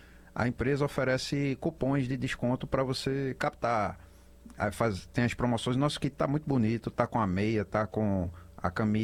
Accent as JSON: {"language": "Portuguese", "region": "Northeast Region", "country": "Brazil", "said": "Então a gente, como é nordestino e daqui do... tem que puxar para o nosso forró, né?"}